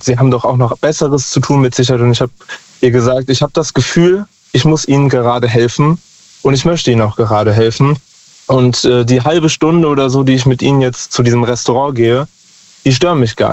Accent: Lahnstein, Rhineland-Palatinate, Germany; Aus Lahnstein.

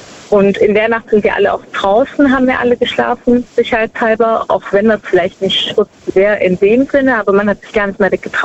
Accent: Baden-Württemberg, Germany; Ich komme aus der Nähe von Stuttgart.

